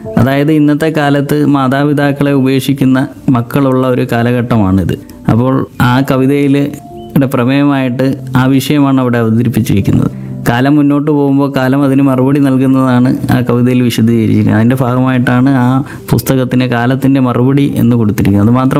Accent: Thamarakkulam, Kerala, India; also born or lived in Tamil Nadu; now in Anchalumoodu, India; അമ്മയുടെ സ്ഥലം നാഗർകോവിലാണ്, ഞാൻ ജനിച്ചത് തമിഴ്നാട്ടിലാണ്. എങ്കിലും ഞാനിവിടെ കൊല്ലത്ത് താമരക്കുളം സ്വദേശിയാണ്. നിലവിൽ ഞാൻ താമസിക്കുന്നത് അഞ്ചാലുംമൂട്ടാണ്.

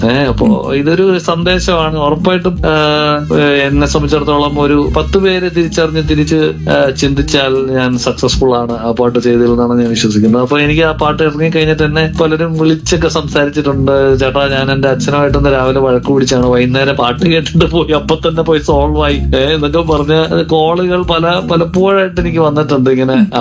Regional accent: Thiruvananthapuram, Kerala, India; also born or lived in Kuttanad; ഞാൻ ഞങ്ങളിപ്പോ ജീവിക്കുന്ന തിരുവനന്തപുരത്താണെങ്കിലും ഞാൻ പഠിച്ചു വളർന്നൊക്കെ വേണ്ടതാണ്

